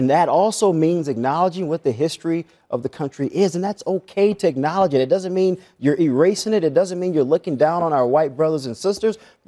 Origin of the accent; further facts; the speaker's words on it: the South, United States; I grew up in the South.